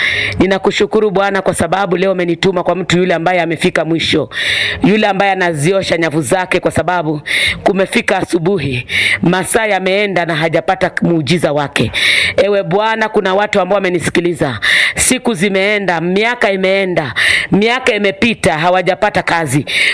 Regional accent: Katoloni, Machakos County, Kenya; Kwa majina ni … na nimeokoka na mpenda Yesu. Natoka Machakos, mahali kunaitwa Katoloni, stage inaitwa 240.

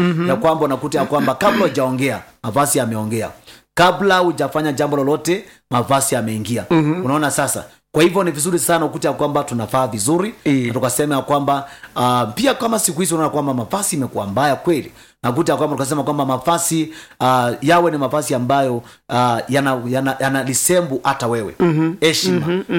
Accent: Kenya; sisi ni wa Kenya

